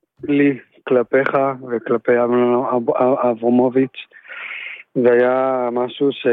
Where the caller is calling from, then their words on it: Jerusalem, Jerusalem District, Israel; מירושלים.